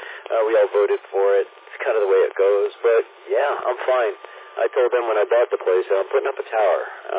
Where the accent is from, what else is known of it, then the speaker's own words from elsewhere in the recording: Lake Ronkonkoma, New York, United States; born there; also born or lived in St. Petersburg; now in Florida, United States; originally, I was born in Long Island, a little town called Lake Ronkonkoma. 65 years ago?